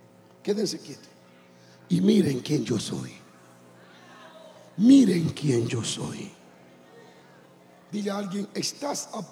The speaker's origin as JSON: {"language": "Spanish", "region": "San Pedro de Macorís", "country": "Dominican Republic", "said": "como dominicano tigre en ese tiempo, cristiano pero sabio"}